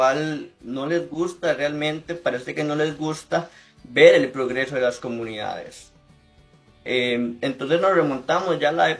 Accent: Limón, Costa Rica; Crecí en una comunidad, podríamos decir, aislada del centro de Limón

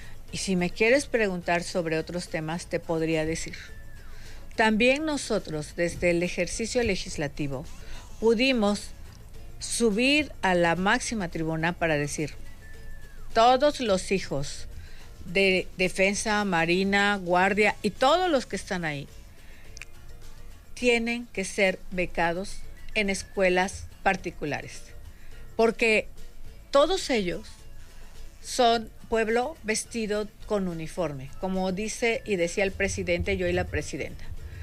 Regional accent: Mexico; Somos orgullosamente mexicanos.

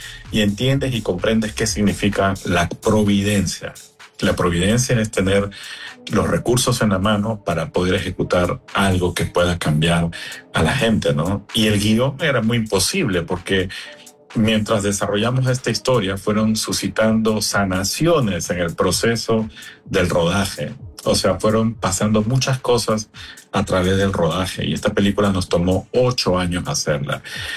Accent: Peru; moved away as an adult; now in Panama; Soy peruano, pero vivo en Panamá hace 25 años

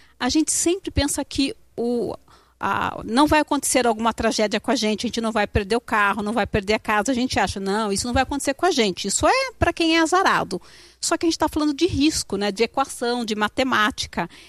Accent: Brazil

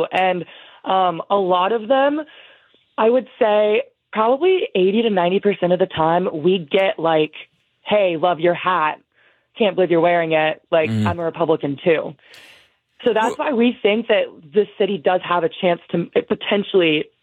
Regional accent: Texas, United States; now in Chicago, United States; I am from Texas, so I do come from a red state

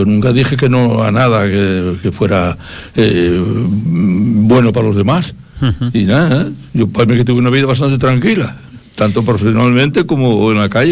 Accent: La Felguera, Asturias, Spain; yo nací en la Felguera, en Villar

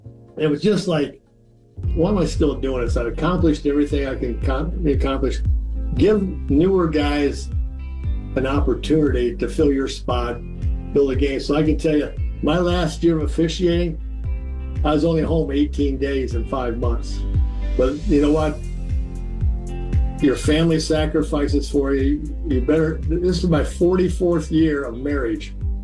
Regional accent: North Baltimore, United States; I would say, you know, I'm a hick from North Baltimore. Nobody ever expected me to do this.

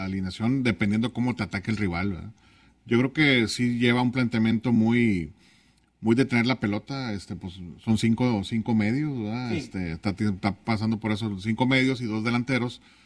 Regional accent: Monterrey, Nuevo León, Mexico; nosotros aquí como buenos regios

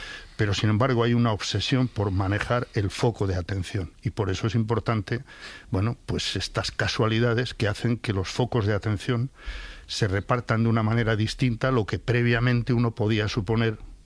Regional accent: León, Castile and León, Spain; No es sospechoso, para... soy de León.

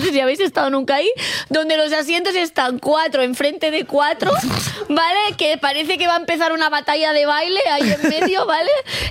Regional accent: Catalonia, Spain; Sabemos que soy catalana.

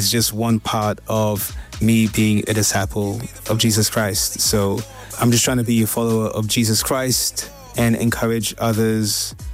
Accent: Australia; You know, saying I'm Australian doesn't really tell the whole story. At the same time, saying I'm Sierra Leonean doesn't really also tell the whole story.

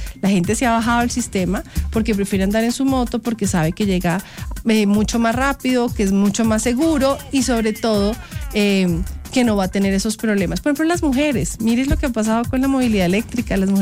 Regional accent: Bogotá, Bogotá Capital District, Colombia; Es que es nuestra ciudad.

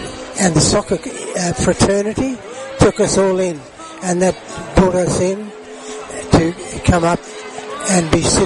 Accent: Northern Territory, Australia; born there; I was born in the Northern Territory.

